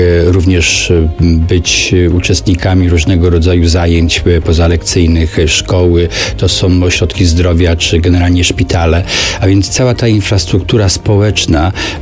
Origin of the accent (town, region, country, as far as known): West Pomeranian Voivodeship, Poland